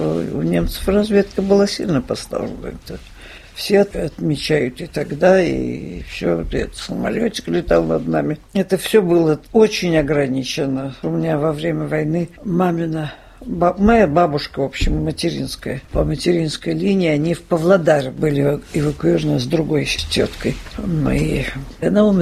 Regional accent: Saint Petersburg, Russia; born there; Я родилась-то, это очень интересно, потому что я родилась на Загородном, 34.

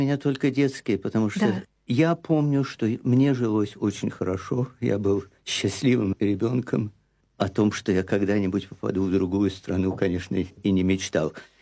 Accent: Leningrad, Saint Petersburg, Russia; born there; Я родился в 1935 году в Ленинграде. Отец математик, мать биолог, физиолог точно.

